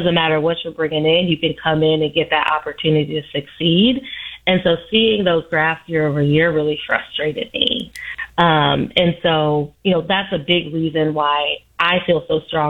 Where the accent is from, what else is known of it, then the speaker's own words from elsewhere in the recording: Indiana, United States; now in Chicago, United States; I didn't grow up in Chicago. I'm from Indiana right next door